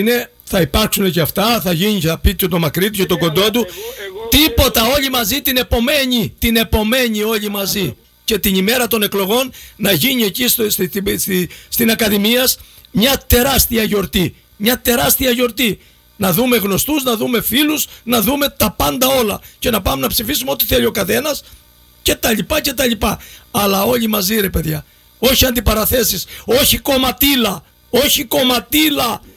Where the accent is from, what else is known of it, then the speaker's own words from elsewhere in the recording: Crete, Greece; Και ειδικά εμείς οι κριτικοί που μας ακούτε τώρα από το Μεγαλόνισο και από το Φάρο